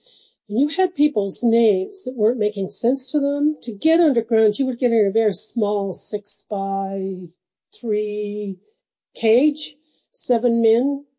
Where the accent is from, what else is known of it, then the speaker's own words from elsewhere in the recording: Butte, Montana, United States; I grew up here. I've lived here a long time. My family has been here multiple generations.